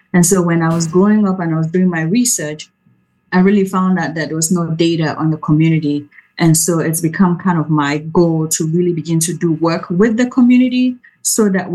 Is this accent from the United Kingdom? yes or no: no; Cameroon; moved away as an adult; now in United States; I am born and raised in Cameroon, came to the U.S. for higher education and then stayed.